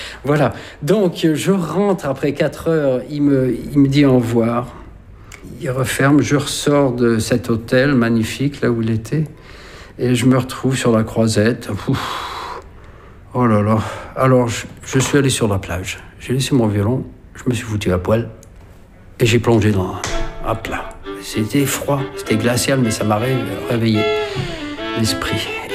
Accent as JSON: {"language": "French", "country": "Algeria", "tie": "born there", "said": "toute ma famille était là, les pieds noirs, parce que je suis né en Algérie."}